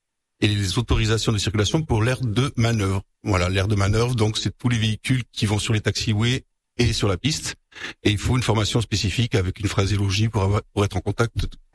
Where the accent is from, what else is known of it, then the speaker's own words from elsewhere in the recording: Nice, Provence-Alpes-Côte d'Azur, France; moved away as an adult; now in Nantes, France; Donc je viens de la région niçoise. Avant de venir à Nantes, j'ai travaillé 20 ans à l'aéroport de Nice. Et donc en 2022, je suis venu relever un challenge.